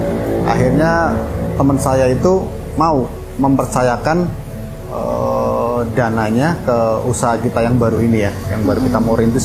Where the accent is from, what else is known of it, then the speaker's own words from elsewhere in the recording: Pekalongan, Central Java, Indonesia; now in Karawang, Indonesia; Saya asal dari kota Pekalongan. Saya sekarang tinggal di Karawang.